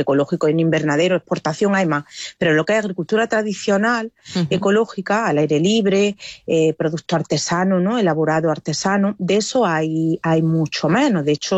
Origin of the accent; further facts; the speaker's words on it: Abla, Andalusia, Spain; en mi territorio, en mi comarca, yo soy de Abla